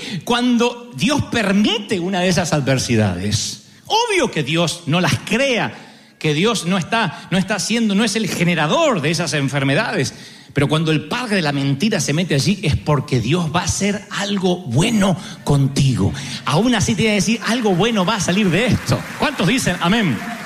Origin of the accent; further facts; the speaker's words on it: Argentina; Porque somos argentinos.